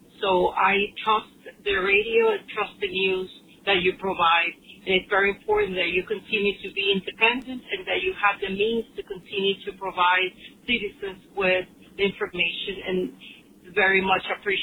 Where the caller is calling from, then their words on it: Miami, Florida, United States; Hi, I'm calling from Miami.